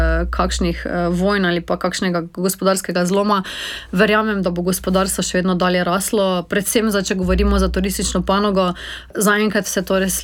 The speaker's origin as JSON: {"language": "Slovenian", "town": "Maribor", "region": "Drava", "country": "Slovenia", "said": "Jaz sem sama Mariborčanka, živim v centru mesta"}